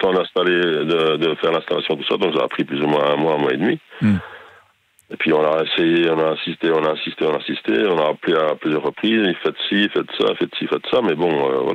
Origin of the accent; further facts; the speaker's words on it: Virton, Wallonia, Belgium; Et moi, je suis de Virton, donc j'ai été jusqu'à Boston pour aller les chercher.